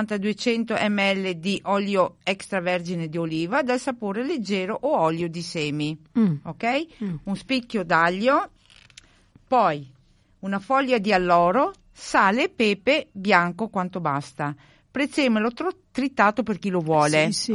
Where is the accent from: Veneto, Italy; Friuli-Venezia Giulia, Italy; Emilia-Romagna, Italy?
Veneto, Italy; essendo veneta